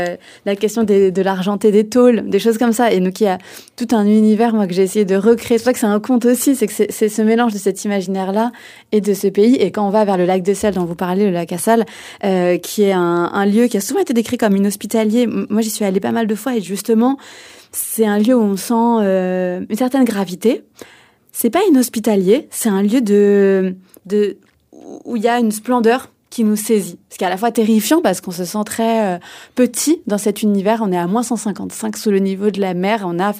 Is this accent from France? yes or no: yes; Poitiers, Nouvelle-Aquitaine, France; moved away as an adult; also born or lived in Djibouti; now in Paris, France; Je suis franco-djiboutienne, j'ai grandi à Djibouti jusqu'à mes 6 ans du coup, et ensuite j'ai grandi à Poitiers, et puis là je suis à Paris